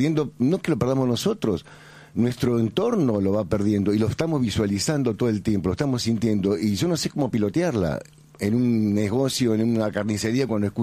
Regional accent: Buenos Aires, Argentina

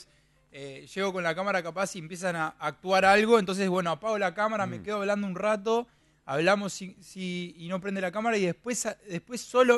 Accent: Florencio Varela, Buenos Aires Province, Argentina; Además, me crié en Varela, en Bosques.

